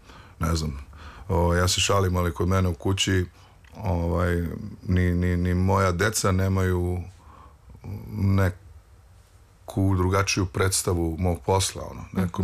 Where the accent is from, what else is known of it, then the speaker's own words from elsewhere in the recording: Zaječar, Zaječar District, Serbia; Ja sam od uvek iz Zaječara dolazim i slušao sam neku drugu vrstu muzike, slušao sam rock pre svega, odrastao sam u gradu rock'n'rolla, gitarijada i tako dalje